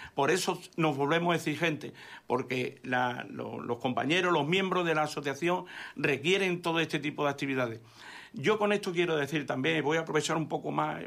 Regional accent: Málaga, Andalusia, Spain; nosotros nos sentimos muy malagueños, nosotros somos de Málaga

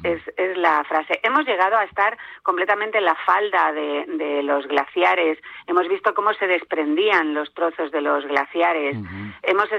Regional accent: Spain; Nosotros somos los únicos españoles

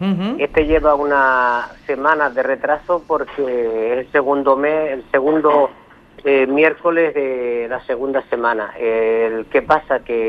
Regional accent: Canary Islands, Spain; que todos somos canarios iguales.

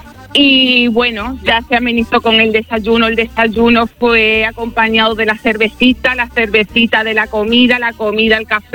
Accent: Almendralejo, Extremadura, Spain; Sí, yo soy de Almendralejo y sé que había gente de Almendralejo en Nueva York viendo España. Y bueno, y es un orgullo por nuestro extremeño Pedro Porro en la selección española.

